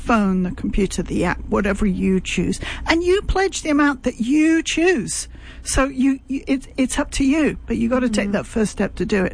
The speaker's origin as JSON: {"language": "English", "region": "London", "country": "United Kingdom", "tie": "born or raised there", "said": "So I just got back from London, my hometown."}